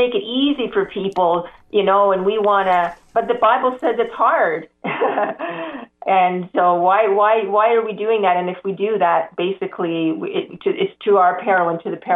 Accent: Canada; I'm Canadian

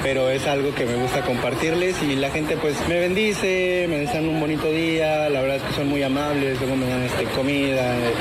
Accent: Puebla, Mexico; now in Coatzacoalcos, Mexico; tengo varios amigos en la ciudad de Puebla, de donde yo soy

